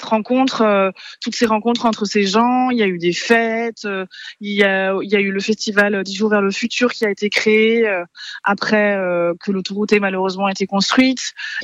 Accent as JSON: {"language": "French", "town": "Kolbsheim", "region": "Grand Est", "country": "France", "tie": "born or raised there", "said": "moi je suis originaire de Kolbsheim, ce petit village"}